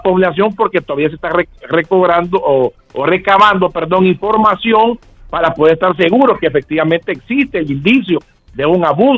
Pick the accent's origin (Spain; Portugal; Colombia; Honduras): Honduras; nosotros como buenos hondureños